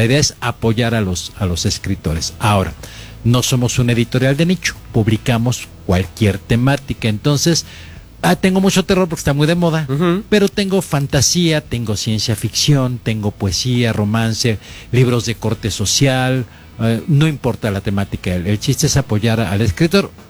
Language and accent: Spanish; Mexico City, Mexico; De Ciudad de México.